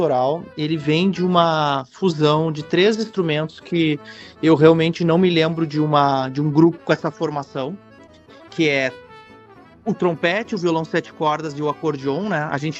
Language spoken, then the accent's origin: Portuguese; Rio Grande do Sul, Brazil; do acordeon somos aqui do Sul.